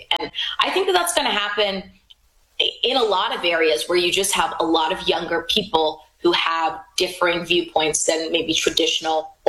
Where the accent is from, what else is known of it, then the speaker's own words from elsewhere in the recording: the South, United States; I come from the South, and Southern Democrats are not people who would vote for somebody who comes from the DSA platform and background.